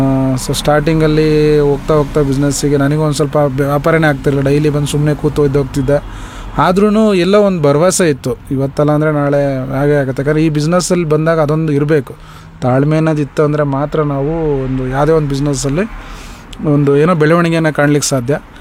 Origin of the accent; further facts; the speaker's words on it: Karnataka, India; born there; also born or lived in Kalgangur; So ನಾನು ಹುಟ್ಟಿದ್ದು ಮೂಲತಃ ನವಲೆ, ಬೆಳೆದಿದ್ದು ಇಲ್ಲೇ ಹಳ್ಳಿ ಒಂದು ಕುಗ್ರಾಮ ಕಲ್ಗಂಗೂರು ಅಂತೇಳಿ. ಸೊ ಅಲ್ಲಿ ನನ್ನ 5ನೇ ತರಗತಿ ತನಕ ವಿದ್ಯಾಭ್ಯಾಸ ಆಯಿತು. ಅಲ್ಲಿಂದ ಮತ್ತೆ ನಾನು ಇಲ್ಲಿ ನಾನು ಹುಟ್ಟಿದ ಸ್ಥಳಕ್ಕೆ ನವಲೆಗೆ ಬಂದೆ.